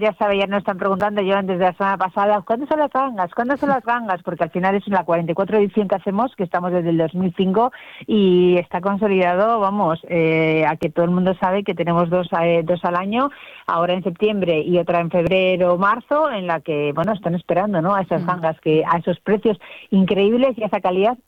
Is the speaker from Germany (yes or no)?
no; Bilbao, Basque Country, Spain; somos de Bilbao